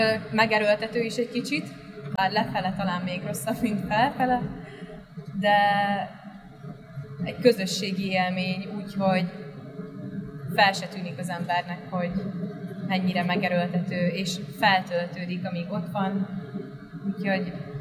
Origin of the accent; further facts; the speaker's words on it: Sălaj, Romania; moved away; Szilágyságból származom